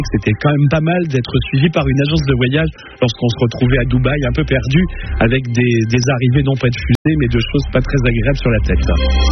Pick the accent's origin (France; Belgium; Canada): France; Douai, Hauts-de-France; now in Lille, France; dans ma ville natale de Douai, parce que je suis douaisien, je suis un enfant de Gaillon, comme on dit, et je suis arrivé ensuite à Lille il y a déjà presque 25 ans